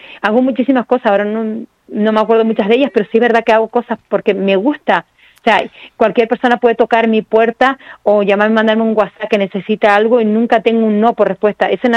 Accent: Icod el Alto, Canary Islands, Spain; mi gente, mis cochineros de Icodel, los cochineros de Icodel Alto

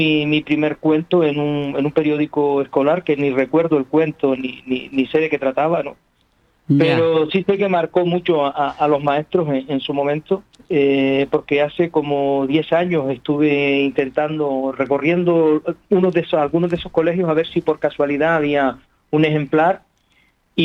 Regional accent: Canary Islands, Spain; el haber nacido en estas montañas sagradas de Gran Canaria, ser el último habitante nacido dentro de mi pueblo, parido por mujer, que eso es mérito de mi madre, obviamente, en esta tierra, pues, que es un calillo

